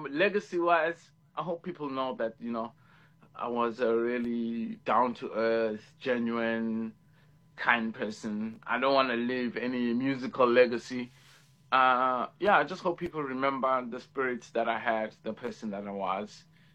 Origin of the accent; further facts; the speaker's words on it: South Africa; I think I'm trying to live between the two countries and work as a South African artist, both in South Africa and also Paris.